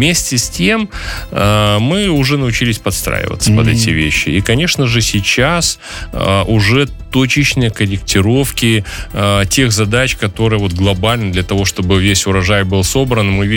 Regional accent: Belarus

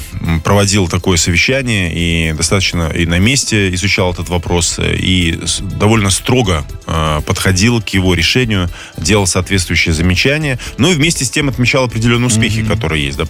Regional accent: Belarus

